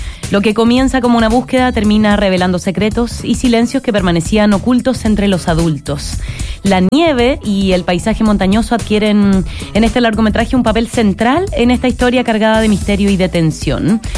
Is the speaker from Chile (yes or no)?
yes; Chile; estamos celebrando nuestra chilenidad con todo este septiembre